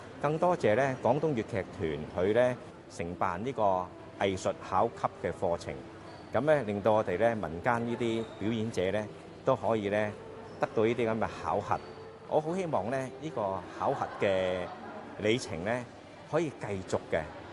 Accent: Hong Kong; 是一个退休的公务员来的。

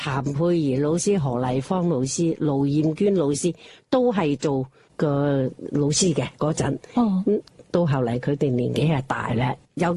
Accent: Foshan, Guangdong, China; 南方嗰场其中一场佛山咧，因为我系佛山人，我南海出世啊，佛山啊嘛

